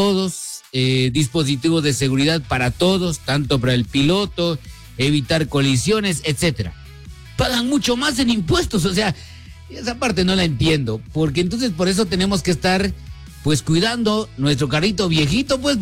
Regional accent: Guatemala; soy guatemalteco

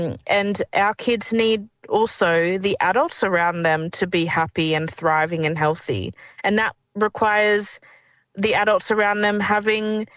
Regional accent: Darwin, Northern Territory, Australia; my kids need different things because we're from Darwin.

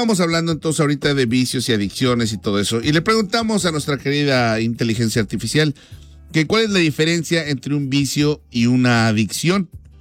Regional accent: Mexico; como mexicanos, yo creo que lo más criticado ha sido que a nosotros nos daban espejos por oro.

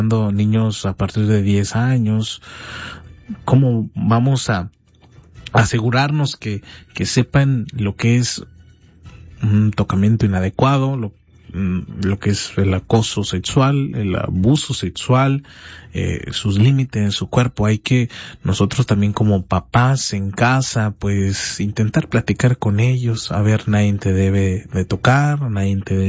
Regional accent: Mexico; Somos mexicanos

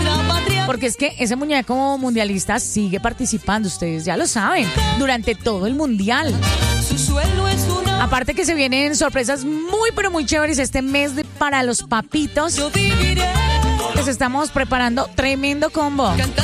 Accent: Colombia; me encanta ese sonido que nos hace recordar que somos colombianos

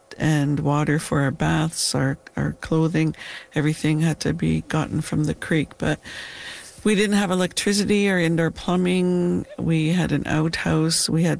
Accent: British Columbia, Canada; born or raised there

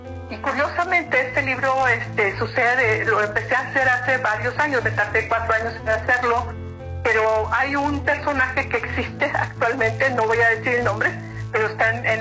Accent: Guadalajara, Jalisco, Mexico; now in Monclova, Mexico; Soy de Guadalajara, Jalisco

